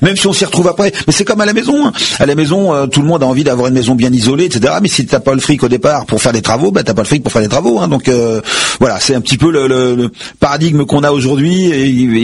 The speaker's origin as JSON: {"language": "French", "town": "Mériel", "region": "Île-de-France", "country": "France", "tie": "born or raised there", "said": "moi je suis un enfant du pays, donc j'ai connu Mériel avec moitié moins d'habitants, j'ai joué dans la forêt quand j'étais petit"}